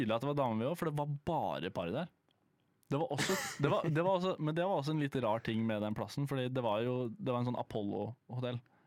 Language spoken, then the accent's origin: Norwegian; Buskerud, Norway; now in Oslo, Norway; Han hadde alt som jeg har sett på når jeg flyttet til Oslo fra Hallingdal.